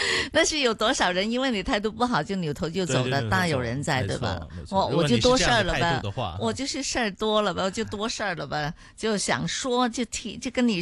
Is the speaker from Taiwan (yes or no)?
no; Hong Kong; 我们香港人有很有压力，也很焦虑。